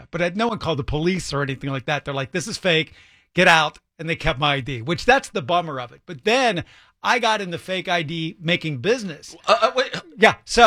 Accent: West Virginia, United States; I grew up in West Virginia.

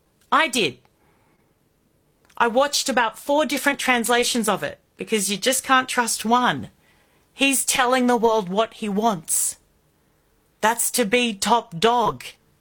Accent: Indonesia; born or raised there

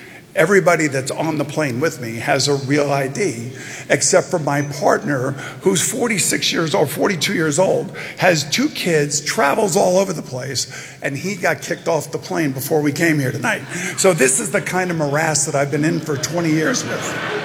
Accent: New York, United States; And I grew up in New York

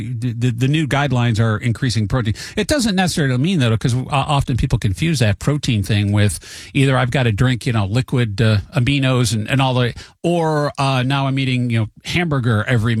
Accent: United States; I'm an American.

